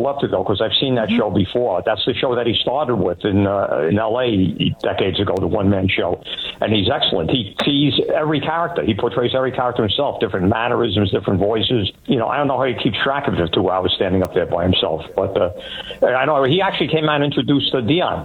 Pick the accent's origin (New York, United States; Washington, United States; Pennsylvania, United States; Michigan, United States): New York, United States; Bronx; Well, I didn't just grow up in a neighborhood. I still live in the same house I was born in, turning 73 years next month.